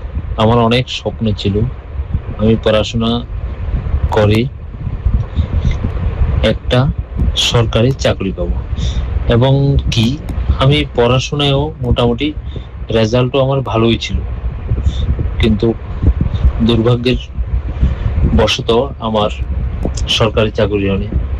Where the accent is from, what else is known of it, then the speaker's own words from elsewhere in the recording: Tripura, India; born there; আমার বাড়ি মতাই রাজনগর গ্রামে। আমাদের মূলত কৃষক পরিবার, কৃষি আমাদের মূল জীবিকা।